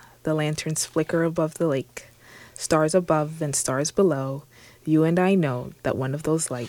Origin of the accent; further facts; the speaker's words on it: Tanzania; I'm from Tanzania